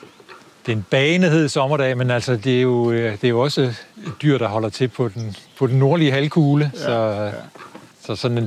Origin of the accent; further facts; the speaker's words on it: North Denmark Region, Denmark; also born or lived in south of Aarhus; now in Copenhagen, Denmark; Jeg er vokset op i Himmerland. Og har boet syd i en lille landsby syd for Aarhus, og nu bor jeg så i midten af København.